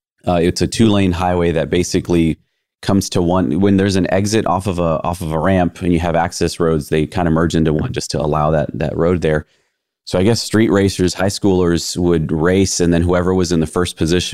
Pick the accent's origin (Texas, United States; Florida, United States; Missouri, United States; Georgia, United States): Texas, United States; Austin; I'm from Austin, and here's my story.